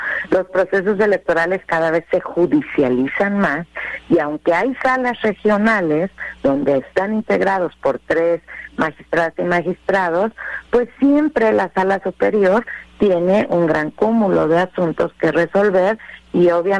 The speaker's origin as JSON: {"language": "Spanish", "country": "Mexico", "said": "Me parece que como mexicanas y mexicanos sí tenemos que estar muy atentos a exigirles por la independencia, la imparcialidad."}